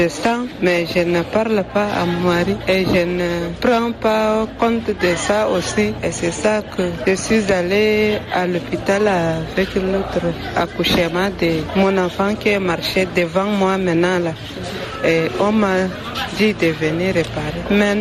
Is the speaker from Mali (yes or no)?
no; Pala, Mayo-Kebbi Ouest, Chad